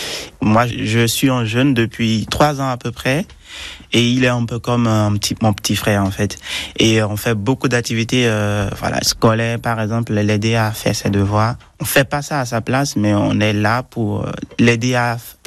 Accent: Benin; now in Caen, France; je suis originaire du Bénin et je suis arrivé à Caen il y a quelques années directement

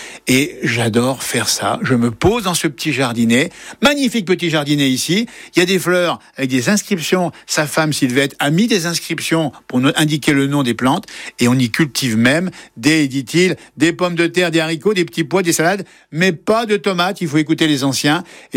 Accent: Doussard, Auvergne-Rhône-Alpes, France; Je viens de Doussard. Ma femme est d'ici.

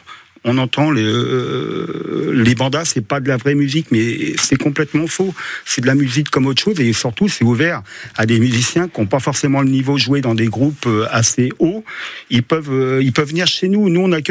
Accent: Chinon, Centre-Val de Loire, France; Alors moi, je suis natif de Chinon, je ne vais pas renier mes origines

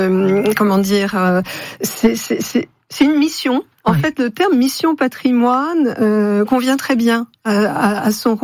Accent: Grand Est, France; J'ai grandi en Lorraine, voilà. Mais je ne suis pas née en Lorraine.

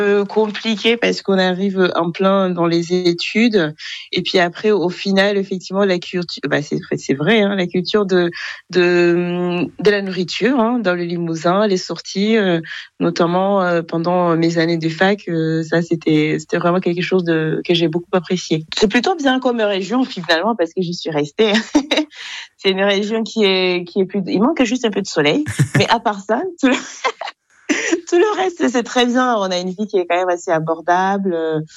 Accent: Kigali, Kigali City, Rwanda; born or raised there; moved away as an adult; now in France

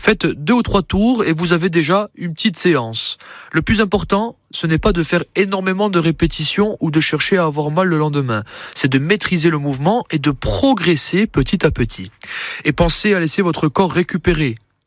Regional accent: Corsica, France; chez nous en Corse, nous avons, je pense, de merveilleux paysages.

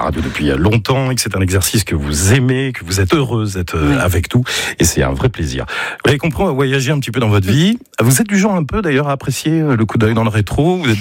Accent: Brittany, France; Quand on est bretonne, on aime bien revendiquer qu'on est bretonne.

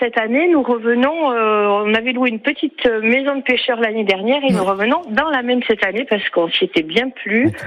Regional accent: Mont-de-Marsan, Nouvelle-Aquitaine, France; born there; je suis une Montoise pure jus.

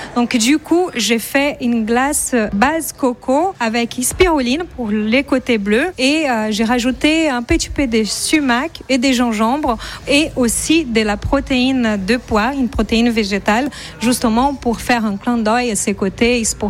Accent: Brazil; now in Paris, France; Je suis brésilienne d'origine, donc ça, c'est dans la veine, quoi, le foot.

